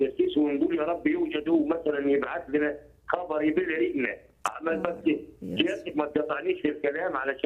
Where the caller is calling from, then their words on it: Asyut, Asyut Governorate, Egypt; أنا من أسيوط.